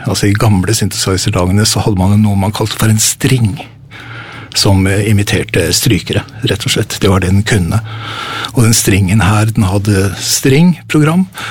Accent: Bodø, Nordland, Norway; now in Oslo, Norway; jeg født og oppvokst I Frelsesarmeen I Nord-Norge.

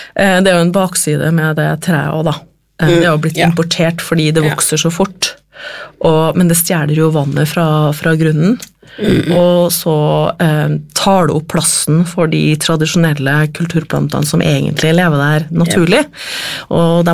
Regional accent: Trondheim, Trøndelag, Norway; når jeg vokste opp I Trondheim

